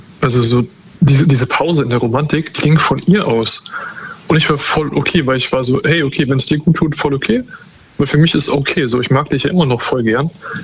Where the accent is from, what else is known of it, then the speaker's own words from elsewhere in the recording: Cologne, North Rhine-Westphalia, Germany; ich komme aus Köln.